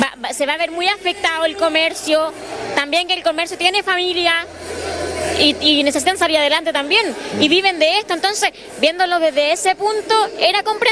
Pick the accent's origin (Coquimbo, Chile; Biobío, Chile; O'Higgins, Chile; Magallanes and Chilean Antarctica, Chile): Coquimbo, Chile; que yo soy de Pan de Azúcar